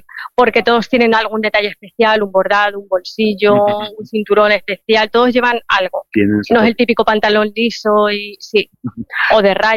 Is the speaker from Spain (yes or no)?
yes; Caudete, Castilla-La Mancha, Spain; Pues una tienda de ropa, que somos de Caudete, un pueblo de Albacete.